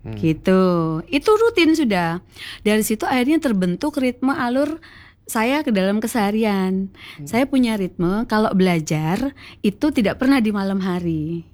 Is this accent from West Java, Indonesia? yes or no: yes; West Java, Indonesia; Jadi kan setiap tahun tuh saya kan kebetulan dari Jawa Barat. Jadi kalau lebaran ke sana. Lebaran ke Jawa Barat.